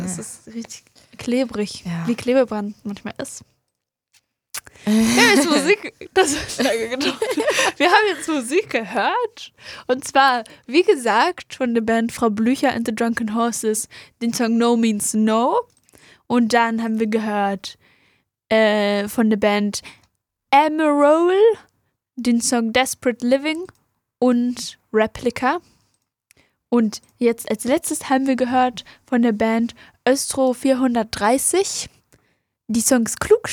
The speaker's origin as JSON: {"language": "German", "region": "Saxony", "country": "Germany", "said": "Ich komme aus Sachsen"}